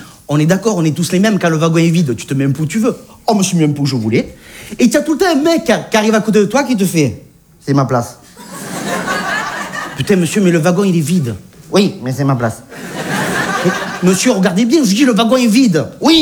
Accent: Southern France, France; moved away as an adult; now in Paris, France; pour un mec du Sud, je vis à Paris.

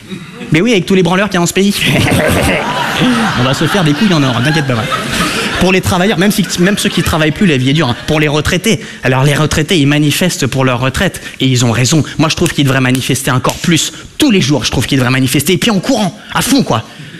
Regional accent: France; c'est qu'en fait je suis français, mais j'ai des origines hollandaises, belges, françaises, mongoles, chinoises, turques et suédoises.

